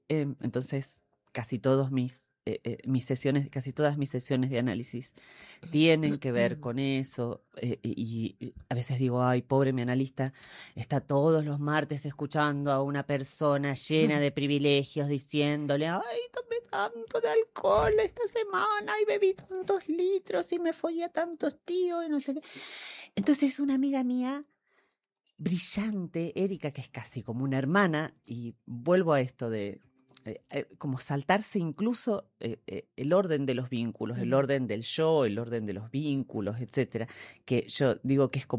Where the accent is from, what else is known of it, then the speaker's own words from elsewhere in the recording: Argentina; hago psicoanálisis como buena argentina hace ya muchos años